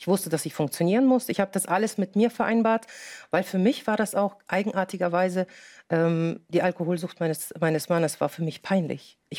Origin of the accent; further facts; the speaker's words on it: Germany; born there; also born or lived in Russia; Wir sind nach Deutschland ausgewandert, als ich 8 Jahre alt war.